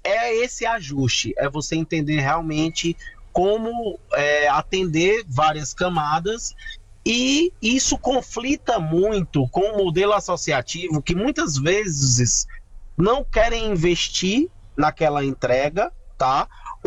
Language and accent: Portuguese; Brazil; falando como brasileiro